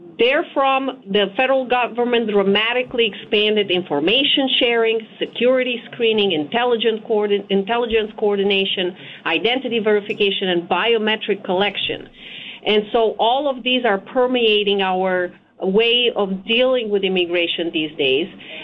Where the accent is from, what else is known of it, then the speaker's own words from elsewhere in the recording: Romania; now in Connecticut, United States; I'm originally from Romania, so I speak Romanian, English, Spanish, which comes in handy these days, and French fluently.